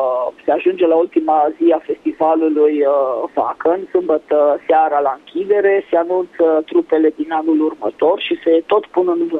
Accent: Maramureș County, Romania; noi de pildă trupa … în zona asta de, de Maramureș suntem foarte cosmopoliți. Adică suntem și români, și maghiari, poale are sânge și de neam, și de italian, eu și de slovac și polonezi.

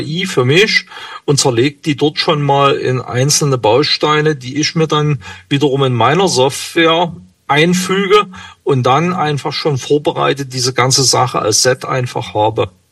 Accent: Saxony, Germany; ich komme aus der Nähe von Radeberg, ganz kleines Dorf.

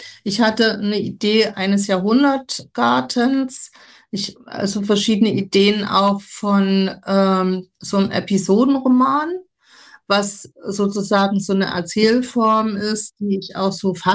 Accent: Dresden, Saxony, Germany

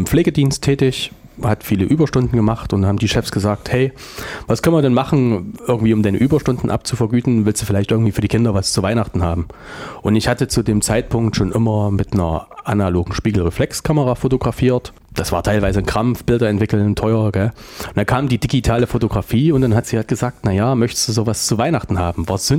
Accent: Weimar, Thuringia, Germany; Ich bin gebürtiger Weimarer

